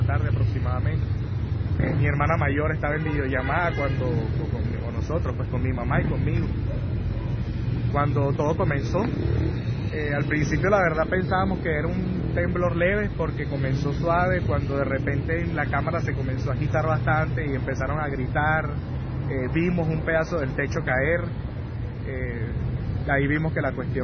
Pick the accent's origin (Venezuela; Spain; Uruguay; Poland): Venezuela; moved away as an adult; now in Santa Cruz, Bolivia; Particularmente como venezolano, les puedo decir que tengo el alma rota, pues, porque todos mis recuerdos, mi infancia, mi identidad, todo lo que... el sitio donde crecí